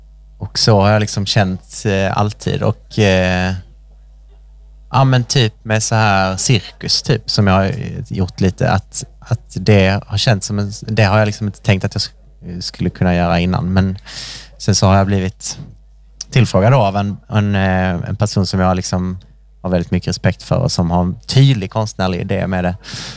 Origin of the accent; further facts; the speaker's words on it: Staffanstorp, Skåne, Sweden; Jag kommer från Staffanstorp, det är lite utanför.